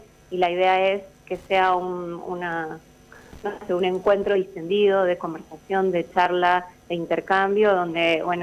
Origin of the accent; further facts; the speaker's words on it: Córdoba, Argentina; born there; Luego de ese periodo pequeño que estuve en Concordia, mi papá con mi mamá y mi hermano, que tenía un año de vida, se fueron a vivir a Córdoba, ahí nací yo, por eso yo soy cordobesa de nacimiento